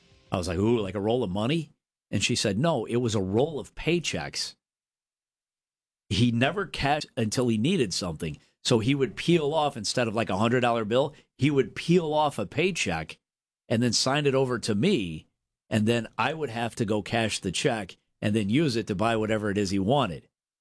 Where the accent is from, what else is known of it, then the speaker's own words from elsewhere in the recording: Chicago, Illinois, United States; there was a legendary radio guy when I was growing up in Chicago named Larry Lujack.